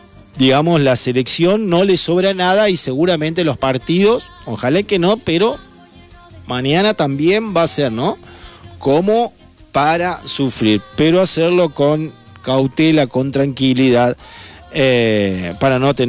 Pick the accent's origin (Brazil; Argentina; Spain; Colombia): Argentina; vivirlo con pasión como somos los argentinos